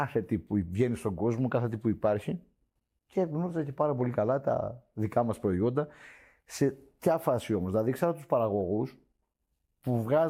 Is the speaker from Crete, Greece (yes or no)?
yes; Crete, Greece; γιατί είναι η πόλη μου, μεγάλωσα. Εκεί που είναι το μαγαζί μου, εκεί ακριβώς μεγάλωσα.